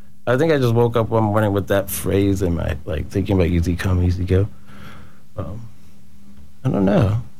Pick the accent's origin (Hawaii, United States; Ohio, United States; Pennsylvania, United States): Ohio, United States; Dayton; born there; also born or lived in Georgia / Michigan / California / Nashville; now in Austin, United States; Yes, I was born in Dayton, Ohio, but I also moved around as a kid. I lived in Georgia, lived in Michigan, and just kind of floated around, like, traveling around quite a bit.